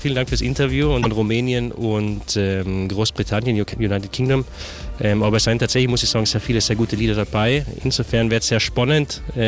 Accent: Winklern, Carinthia, Austria; Aus Winklern, Winklern im Mölltal.

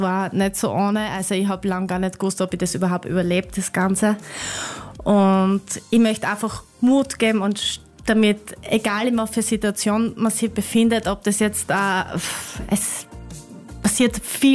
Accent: Semriach, Styria, Austria; Ich komme aus Semriach. Das ist 30 Kilometer nördlich von Graz.

